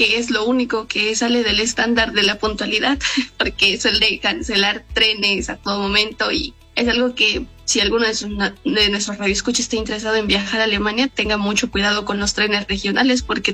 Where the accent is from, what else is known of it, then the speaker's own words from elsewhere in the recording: Pachuca, Hidalgo, Mexico; moved away as an adult; now in Münster, Germany; Es una ciudad muy bonita que de vez en cuando me da vibras de Pachuca, de mi bella, muy bella, bella Erosa